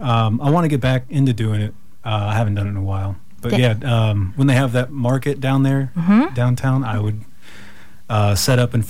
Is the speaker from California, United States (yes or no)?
yes; California, United States; now in Cibolo, United States; I grew up in California. I live out there now because my wife is, she's stationed at Fort Sam.